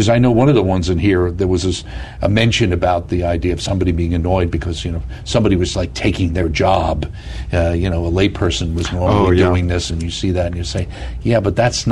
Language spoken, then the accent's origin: English; New Jersey, United States; in my home state of New Jersey